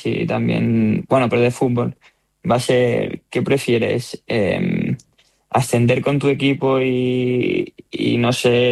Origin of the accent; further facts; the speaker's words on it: Terrassa, Catalonia, Spain; Soy de Tarrasa y ahí hay La Mola, que es una montaña muy grande